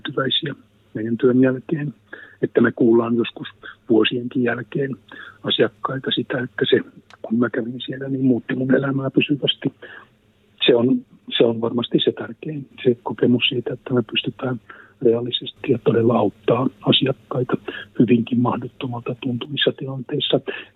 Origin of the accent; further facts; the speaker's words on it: North Savo, Finland; moved away; kun mä olen syntynyt Pohjois-Savossa